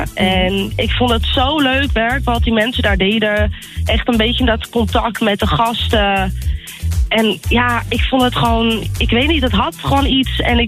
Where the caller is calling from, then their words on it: Den Helder, North Holland, Netherlands; Ik zit in Den Helder.